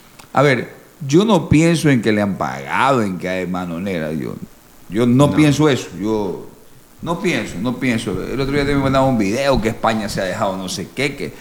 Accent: Ecuador

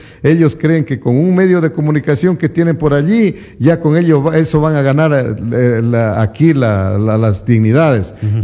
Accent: Loja, Ecuador; nosotros como ecuatorianos, como lojanos

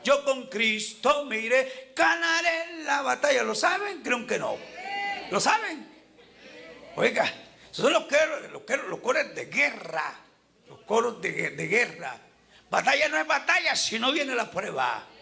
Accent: Panama; Acuérdense que soy panameño.

